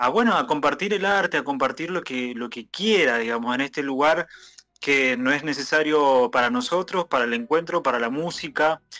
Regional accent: Moreno, Buenos Aires Province, Argentina; Yo soy del conurbano, soy de Moreno, zona oeste del conurbano.

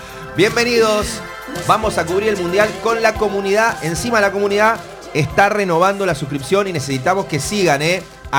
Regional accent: Argentina

